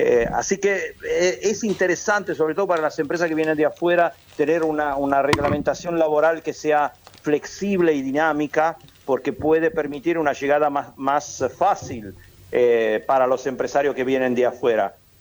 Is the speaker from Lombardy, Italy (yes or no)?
yes; Lombardy, Italy; now in Argentina; yo soy del lago de Como, así que estoy para allá arriba, casi Suiza.